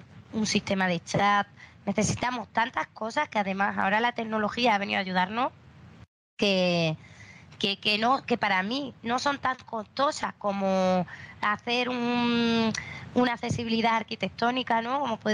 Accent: Extremadura, Spain; Yo soy de Extremadura, me crié en un pueblo muy pequeño de Extremadura, menos de 4.000 habitantes.

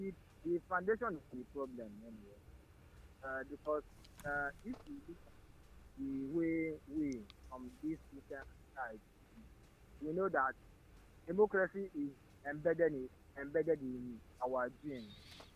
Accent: Anambra, Nigeria; from Anambra.

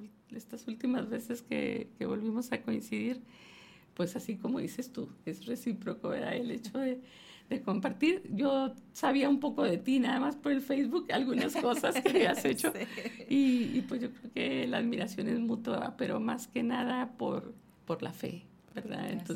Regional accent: Ciudad Juárez, Chihuahua, Mexico; Yo viví una infancia bonita, sí, nací aquí en Juárez. Okay. Y bueno, pues crecí, gracias a Dios, muy libre.

